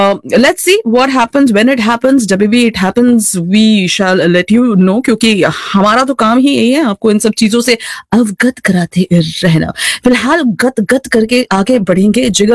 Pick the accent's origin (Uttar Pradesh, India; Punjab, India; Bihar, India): Uttar Pradesh, India; Kanpur; मैं जहां से आती हूँ कानपुर से आती हूँ